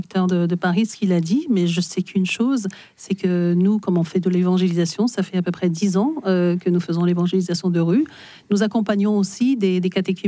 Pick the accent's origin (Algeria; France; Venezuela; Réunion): Algeria; je suis originaire d'Algérie, donc c'est une grande grâce